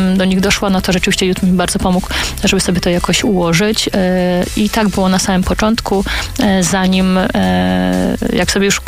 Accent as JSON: {"language": "Polish", "town": "Katowice", "region": "Silesian Voivodeship", "country": "Poland", "said": "bo jednak jestem z Katowice, Śląska."}